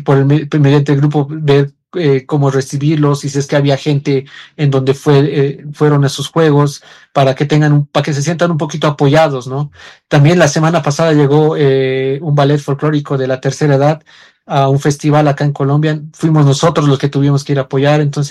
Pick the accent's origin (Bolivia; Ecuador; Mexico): Bolivia; para mostrar lo que somos nosotros los bolivianos en cuanto a folclore, en cuanto a danzas, en cuanto a comida.